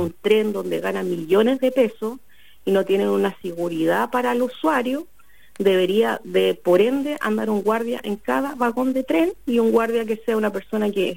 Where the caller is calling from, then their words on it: Lota, Biobío, Chile; Estoy llamando de Lota.